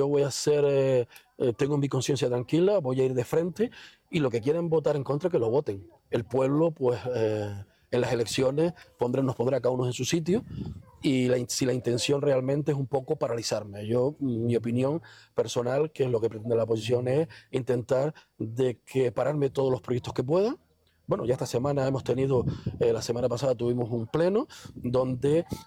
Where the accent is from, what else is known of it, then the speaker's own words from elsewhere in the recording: Betancuria, Canary Islands, Spain; yo soy de aquí de Betancuria, como tú bien dices, en esta plaza. En esta no, porque es nueva, pero en la antigua, desde pequeñito me he caído, me he roto las rodillas